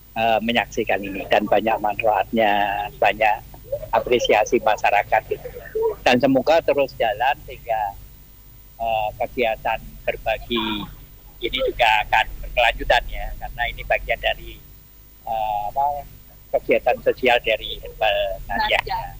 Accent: Kediri, East Java, Indonesia; Saya sendiri dari Kediri, tadi habis sholat subuh ingin kesini memang untuk melihat kegembiraan.

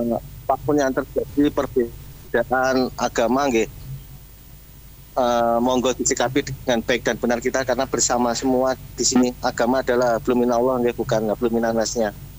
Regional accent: Surakarta, Central Java, Indonesia; makanya saya orang Solo, saya itu kalau ke barat dikira orang Solo.

